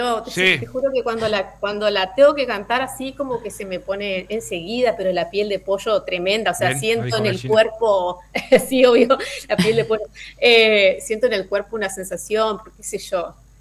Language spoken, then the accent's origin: Spanish; Argentina; los argentinos tenemos eso